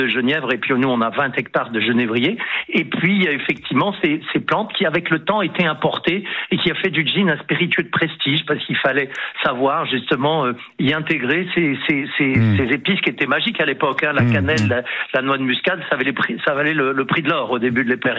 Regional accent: France; en tant que Français, un petit coup de cocorico très rapide.

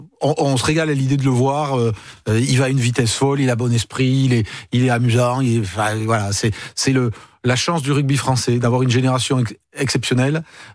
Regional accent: Bayonne, Nouvelle-Aquitaine, France; Moi, je suis de Bayonne, je vois Bayonne, c'est quasiment les fêtes de Bayonne chaque samedi

